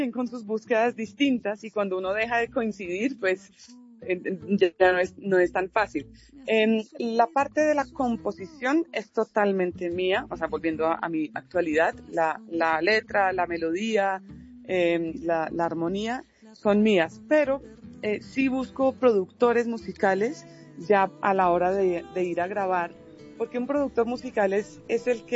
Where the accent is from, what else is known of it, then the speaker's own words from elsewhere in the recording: Tolima, Colombia; born there; Yo obviamente me siento colombianísima, pues desde siempre, ¿no? Mis primeros recuerdos son ya montañas tolimenses. Pero pues yo viví aquí con mi visa de residente